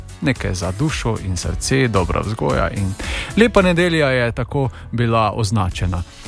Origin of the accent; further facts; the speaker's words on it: Rogatec, Savinja, Slovenia; ko sem še bil otrok